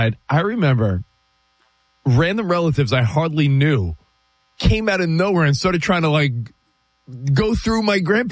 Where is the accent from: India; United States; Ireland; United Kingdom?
United States; New Jersey; I had so many friends growing up in Jersey where you didn't walk through the front.